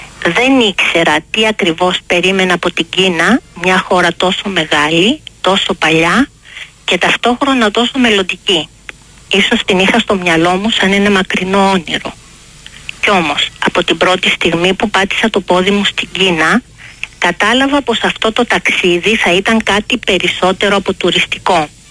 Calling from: Greece

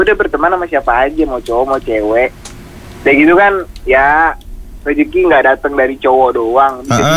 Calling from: Bekasi, West Java, Indonesia; Dari Bekasi, bang.

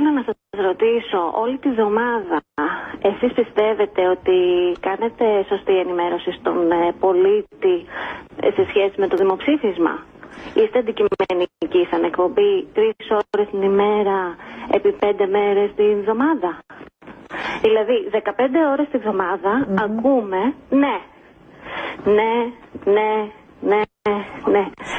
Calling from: Greece; έχω 2 παιδιά και είμαι Ελληνίδα

